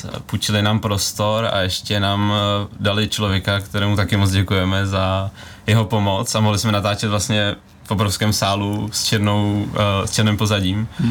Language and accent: Czech; Trutnov, Hradec Králové Region, Czechia; Já jsem konkrétně z Trutnova.